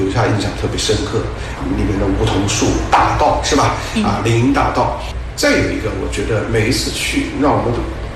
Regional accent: Nanjing, Jiangsu, China; 对，我是土生土长的南京人。

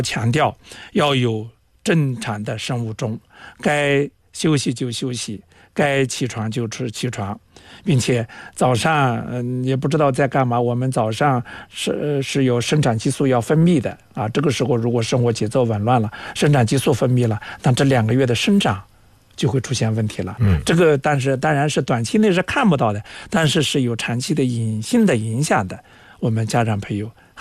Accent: China

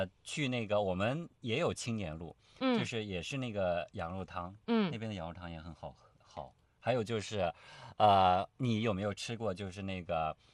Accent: Xinyi, Jiangsu, China; 我不是说对我的家乡有滤镜啊，但我觉得它真的比徐州更好吃。

